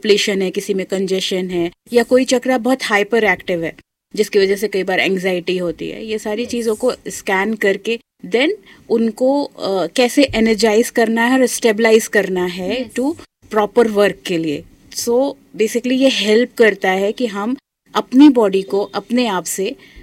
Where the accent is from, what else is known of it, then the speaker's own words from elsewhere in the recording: Mankapur, Uttar Pradesh, India; moved away as an adult; also born or lived in Prayagraj / Lucknow; now in Pune, India; अयोध्या के पास ITI मनकापुर एक campus है, इंडियन टेलीफोन इंडस्ट्री, मेरी स्कूलिंग वहीं से हुई है और ग्रेजुएशन भी मैंने वहाँ से किया है। उसके बाद MBA के लिए मैं लखनऊ में आ गई, और उसके बाद आफ्टर मैरिज मैं पुणे में सेटल्ड हूँ।